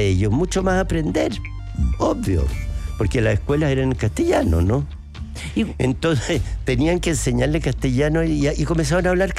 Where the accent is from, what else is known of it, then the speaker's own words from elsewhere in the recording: Chile; Los más racistas que hay somos los chilenos.